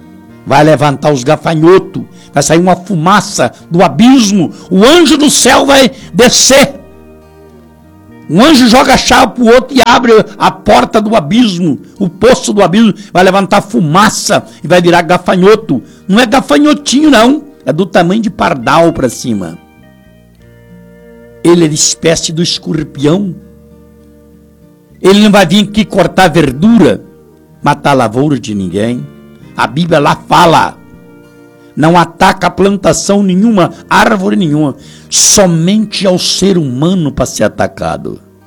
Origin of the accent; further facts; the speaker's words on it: Brazil; nós somos brasileiros.